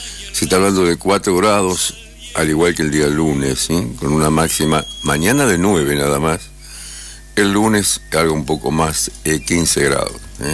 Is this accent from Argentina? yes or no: yes; Argentina; Somos futboleros los argentinos, ¿no?